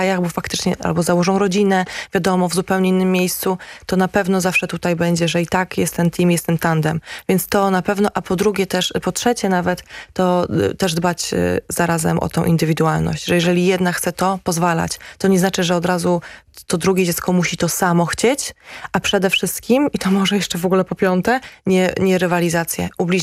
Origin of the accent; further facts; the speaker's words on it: Gdańsk, Pomeranian Voivodeship, Poland; Ja w ogóle jestem z Gdańska